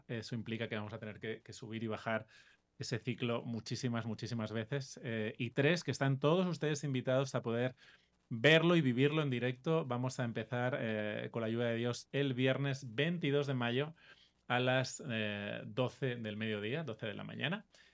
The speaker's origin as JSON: {"language": "Spanish", "country": "Spain", "said": "yo soy español"}